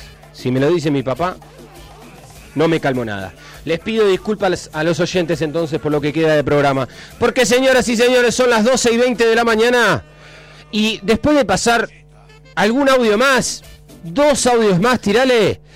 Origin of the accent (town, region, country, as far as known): Argentina